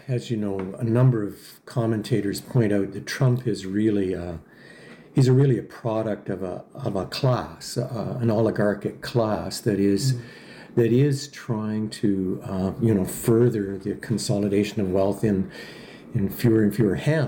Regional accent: Canada; as Canadians people.

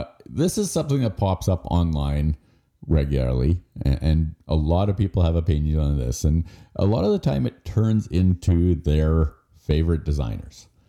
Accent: Canada; being Canadian, it doesn't really mean anything to me.

